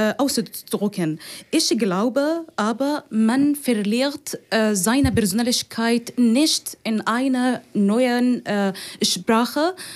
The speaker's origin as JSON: {"language": "German", "country": "Palestine", "second_language": "German", "moved": "yes", "said": "Ich komme aus Palästina."}